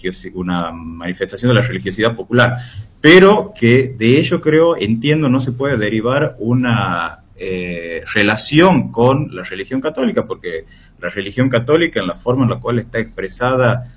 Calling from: Tucumán, Argentina; ejerzo en la provincia de Tucumán, soy funcionario del Poder Judicial de Tucumán.

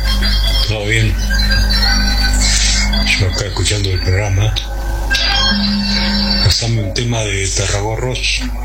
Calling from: San Pedro, Buenos Aires Province, Argentina; de San Pedro.

